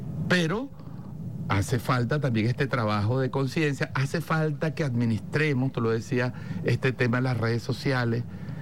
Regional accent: Venezuela; Ahora, como venezolanos, hoy más que nunca

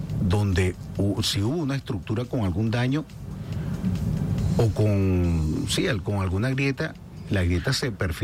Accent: Venezuela; Una anécdota quizá jocosa para el momento, y así somos los venezolanos

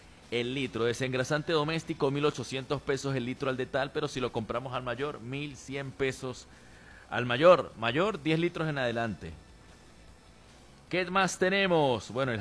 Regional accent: Santa Teresa, Venezuela; moved away as an adult; Yo nací ahí, ¿no? Pero vivir, ¿qué? Como 29 años. Porque luego, sí, más o menos, como 29, 30 años. Y luego ya, pues, ¡adiós! Pero siempre voy para allá, siempre estoy en Santa Teresa.

